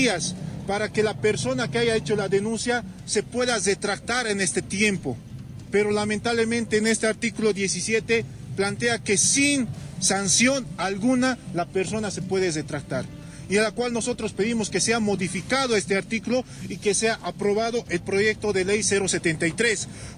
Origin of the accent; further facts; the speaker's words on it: Bolivia; nosotros como bolivianos